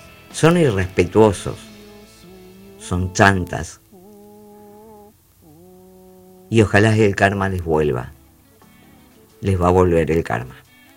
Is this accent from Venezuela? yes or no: no; Argentina; nosotros como argentinos y argentinas